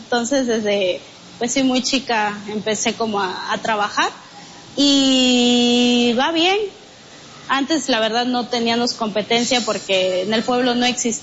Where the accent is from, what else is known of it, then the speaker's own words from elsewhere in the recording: San Mateo Yucutindó, Oaxaca, Mexico; Pues a ver cuándo se animan a ir a mi pueblo.